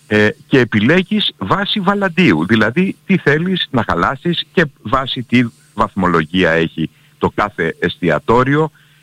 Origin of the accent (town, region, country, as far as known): Greece